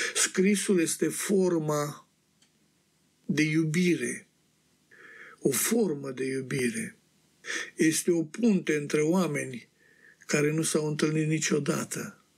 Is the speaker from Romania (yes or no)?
yes; Romania; moved away as an adult; now in Australia; Între România copilăriei mele și Australia maturității mele